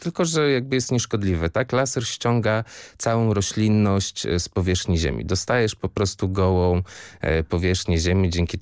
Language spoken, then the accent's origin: Polish; Łeba, Pomeranian Voivodeship, Poland; I byłem na wakacjach u siebie w domu, w mojej rodzinnej miejscowości, bo pochodzę z Łeby